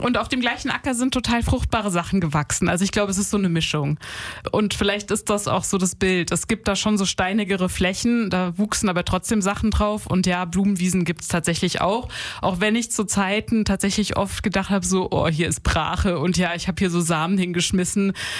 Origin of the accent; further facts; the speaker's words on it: Rhineland-Palatinate, Germany; Also meine Familie kommt aus der Landwirtschaft und ich bin dann in die Kulturwirtschaft gegangen. Und ich komme aus der Nähe von Mainz in Rheinhessen, so gute Böden.